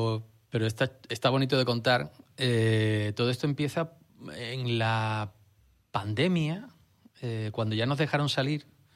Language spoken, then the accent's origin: Spanish; San Fernando, Andalusia, Spain; El sitio donde yo... el hospital donde yo nací... el barrio donde yo me crié, el patio en el que yo jugaba, la guardería a la que yo iba